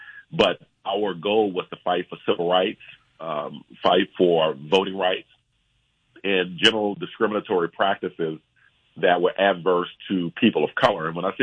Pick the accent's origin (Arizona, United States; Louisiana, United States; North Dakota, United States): Louisiana, United States; New Orleans; So I'm from New Orleans, born and raised in New Orleans. I'm a double bison, Howard University, undergrad Howard University School of Law. And I continue to be based in Louisiana, New Orleans, Louisiana.